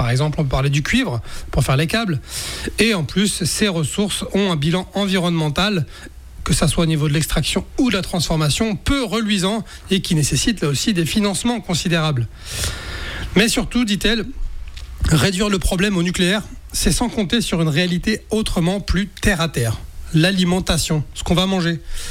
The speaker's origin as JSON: {"language": "French", "country": "France", "said": "Alors évidemment, vu de chez nous en France"}